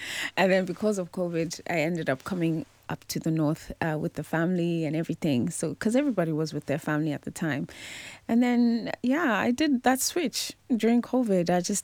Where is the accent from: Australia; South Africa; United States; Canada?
South Africa; now in Ireland; But yeah, I grew up in South Africa listening to … never thinking I would ever come to Ireland. But as God would have it, I ended up in Ireland because of my parents.